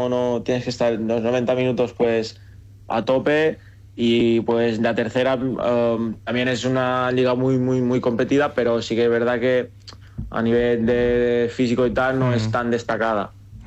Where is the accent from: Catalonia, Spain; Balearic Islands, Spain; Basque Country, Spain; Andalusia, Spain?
Balearic Islands, Spain; Manacor; de ahí, tengo muchísimos amigos y bueno, soy de Manacor